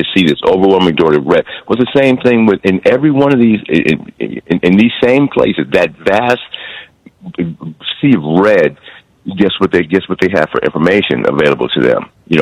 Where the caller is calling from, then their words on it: San Francisco Bay Area, California, United States; I'm from the Bay Area, right? San Francisco Bay Area.